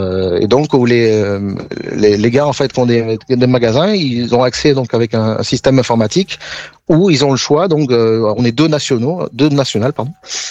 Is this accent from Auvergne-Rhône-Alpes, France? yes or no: yes; Auvergne-Rhône-Alpes, France; born there; also born or lived in Montpellier; now in Carcassonne, France; la région où je suis né, vers Valence.